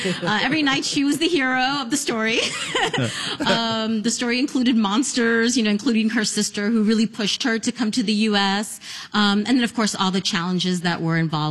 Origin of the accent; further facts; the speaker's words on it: New Jersey, United States; So I like to tell people I grew up in the United Nations of Latinos, located in New Jersey, that far from the UN.